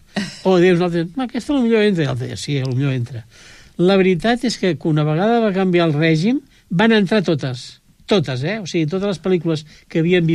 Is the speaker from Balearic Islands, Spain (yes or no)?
no; Barcelona, Catalonia, Spain; moved away as an adult; jo vaig marxar de Barcelona l'any 74, quan em vaig casar.